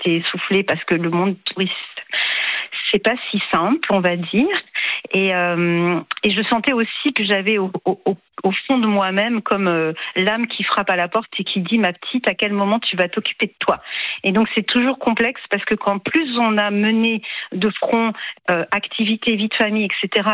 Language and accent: French; Grand Est, France; Alors, je suis vraiment originaire d'Alsace.